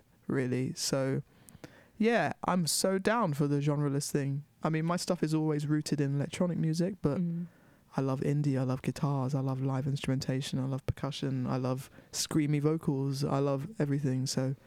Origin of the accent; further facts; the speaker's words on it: London, United Kingdom; growing up in London in such a multicultural place from such a, you know, black, essentially like black Caribbean background, but growing up in London